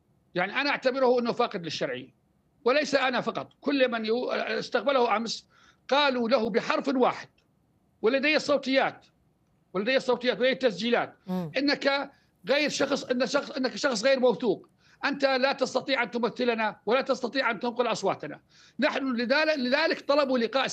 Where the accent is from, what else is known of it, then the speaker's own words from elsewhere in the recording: Al-Hasakah Governorate, Syria; أنا من أبناء المنطقة المالكية، أبناء قريتي اللي تعمل منطقة المالكية أو ناحية العربية بشكل كامل